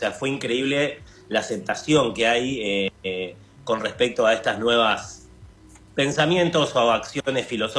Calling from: Chapadmalal, Buenos Aires Province, Argentina; Estoy en Chapadmalal

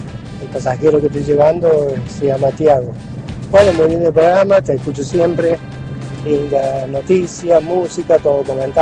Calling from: San Luis, Argentina; te hablo acá en San Luis Capital.

